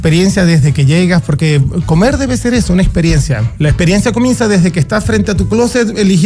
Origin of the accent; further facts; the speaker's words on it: Venezuela; moved away as an adult; now in Chile; Sí, yo soy de Venezuela.